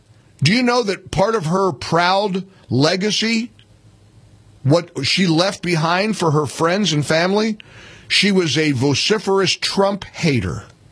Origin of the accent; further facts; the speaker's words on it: United States